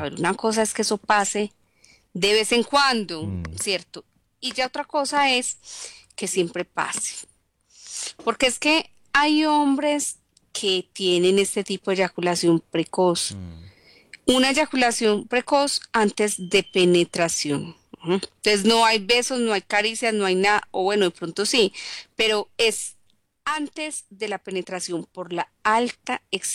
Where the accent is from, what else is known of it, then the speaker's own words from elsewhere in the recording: Jericó, Antioquia, Colombia; born there; also born or lived in Medellín; yo nací en Medellín y viví hasta los 11 años en Jericó. Desde chiquita.